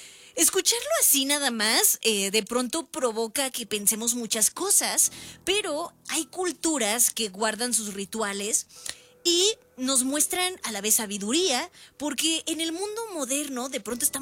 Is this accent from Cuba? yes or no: no; Mexico; porque tal vez como mexicanos hemos ido saliendo de algunos moldes que se nos hacía muy difícil comprender de lo que pasaba con nuestros abuelos